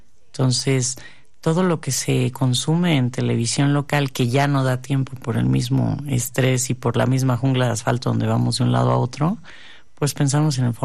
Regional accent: Mexico; Todas somos mexicanas

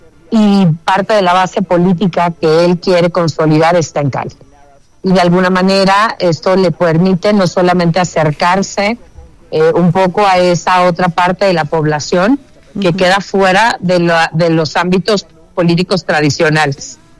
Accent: Mexico

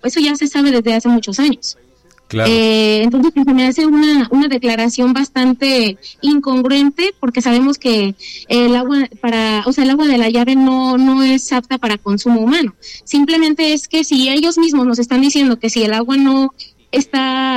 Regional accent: Guadalajara, Jalisco, Mexico; yo hablo también por mi municipio en específico, que soy de Guadalajara.

